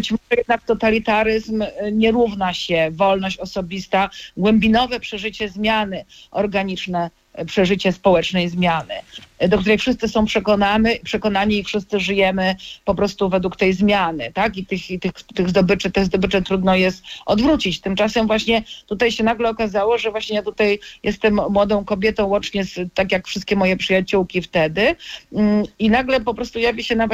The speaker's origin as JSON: {"language": "Polish", "country": "Poland", "moved": "yes", "said": "pochodzę z Polski południowo-wschodniej"}